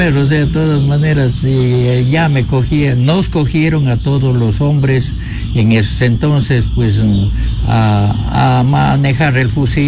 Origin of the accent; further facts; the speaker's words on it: Santa Isabel, Azuay, Ecuador; moved away as an adult; now in San José de Morona, Ecuador; yo dependo de una familia pobre. Vengo de la provincia de la Azuay, cantón Santa Isabel, parroquia La Unión. De La Unión de Yunguilla vine a La Unión de San José de Morona. Yo vine en el 1981 cuando fue las invasiones de Paquisha